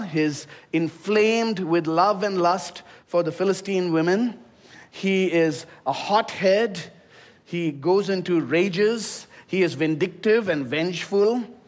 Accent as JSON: {"language": "English", "country": "India", "said": "the so-called father of my home country, India, they call him."}